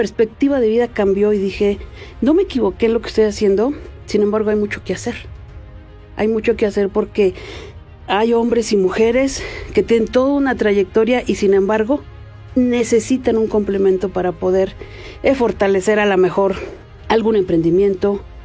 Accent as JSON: {"language": "Spanish", "town": "Tlicuautla", "region": "Hidalgo", "country": "Mexico", "tie": "born or raised there", "also_born_or_lived": "Pachuca", "said": "lo presento como la hermana república de Tlicuautla. Pertenecemos a San Agustín Tlaxiaca. Y bueno, yo nací aquí en Pachuca, pero toda mi vida fue en Tlicuautla. Vengo de una familia pues humilde, pero con muchos valores. Y bueno, hice mi primaria, secundaria en mi pueblo, orgullosamente."}